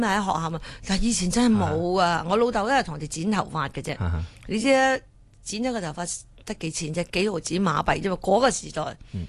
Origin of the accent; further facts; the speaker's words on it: Ipoh, Perak, Malaysia; moved away; 我哋喺嗰度出世咧